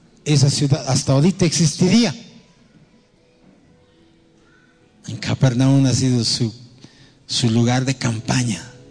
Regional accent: Bolivia; ¿cuál es la diferencia nuestra con el resto de la población? Somos igual bolivianos.

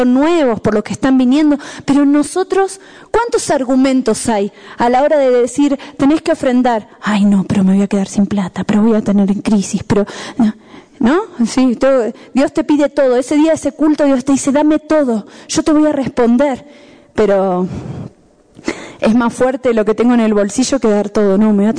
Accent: La Paz, Bolivia; born there; Por más que nací en La Paz, llego de vuelta a algo que no pueden respirar.

